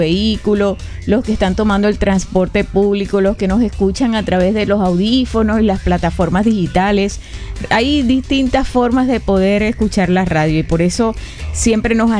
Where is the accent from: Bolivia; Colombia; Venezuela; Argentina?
Venezuela